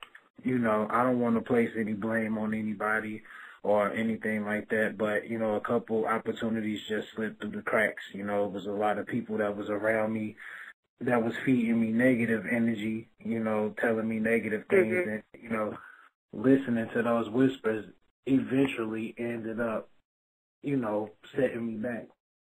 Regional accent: St. Louis, Missouri, United States; when I told the crowd that I was from St. Louis, people laughed at me.

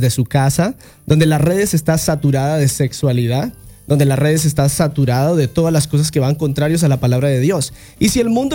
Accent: Guatemala; Yo soy de Guatemala.

